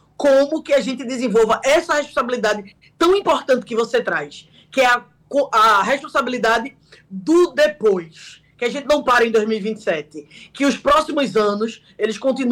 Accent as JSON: {"language": "Portuguese", "country": "Brazil", "said": "a gente é brasileira"}